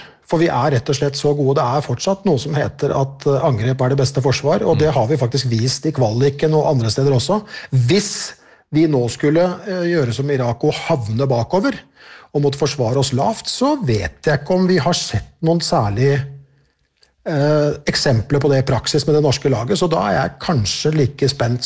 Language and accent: Norwegian; Bergen, Vestland, Norway; vi kan skrike som bergensere vi